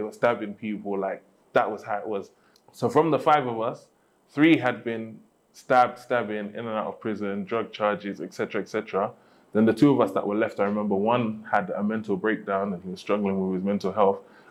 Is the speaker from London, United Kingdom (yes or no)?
yes; London, United Kingdom; moved away as an adult; the fun of growing up in London.